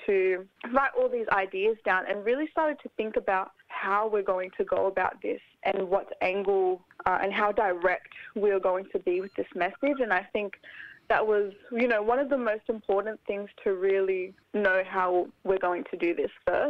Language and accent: English; New South Wales, Australia; I'm a proud Gamilaroi woman. … grew up in Gadooga, and then she left for the big smoke in the late 70s, met my pop, who is a Tongan man.